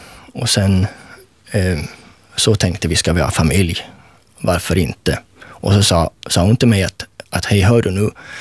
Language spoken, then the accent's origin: Swedish; Sweden; accent: Rikssvenska; now in Finland